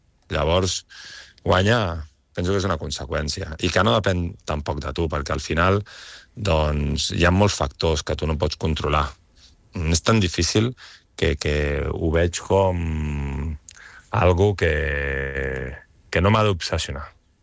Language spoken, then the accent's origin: Catalan; Badalona, Catalonia, Spain; jo he nascut a Badalona i faig tota la vida aquí a Badalona